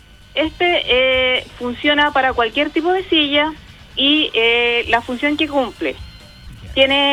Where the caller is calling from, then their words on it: Concepción, Biobío, Chile; Desde Concepción.